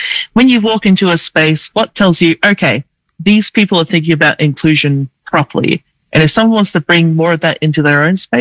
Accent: Canberra, Australian Capital Territory, Australia; born there; I was born in the Canberra hospital

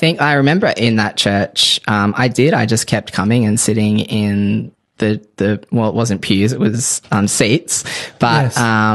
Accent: Tamworth, New South Wales, Australia; I grew up in Tamworth, a country town in New South Wales, country music capital of Australia.

